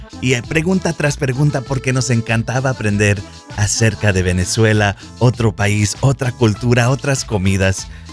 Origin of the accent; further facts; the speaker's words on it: Mexico; Y Miguel y yo, siendo mexicanos